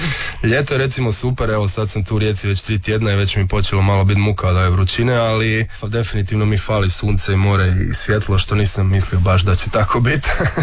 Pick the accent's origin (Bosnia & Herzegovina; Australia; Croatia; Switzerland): Croatia; Rijeka, Primorje-Gorski Kotar County; now in Gothenburg, Sweden; i onda iz Zagreba sam treba doći do Rijeke još, ali okay. Jednom kad sam u Zagrebu sam već doma, ono, u glavi.